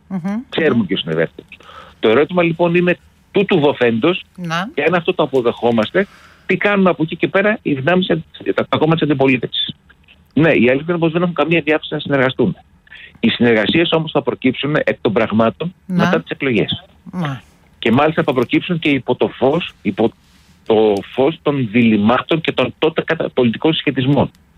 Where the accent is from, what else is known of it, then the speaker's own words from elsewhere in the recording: Patras, Western Greece, Greece; now in Athens, Greece; Εδώ. Πάτρα.